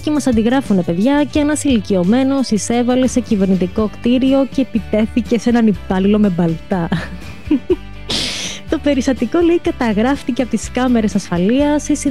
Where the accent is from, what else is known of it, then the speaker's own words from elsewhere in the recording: Greece; σαν Έλληνες που είμαστε σε άλλο επίπεδο